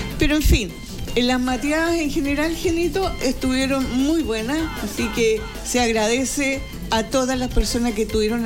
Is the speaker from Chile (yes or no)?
yes; Chile